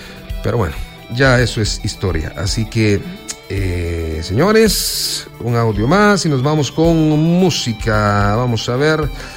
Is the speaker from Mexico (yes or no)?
no; El Salvador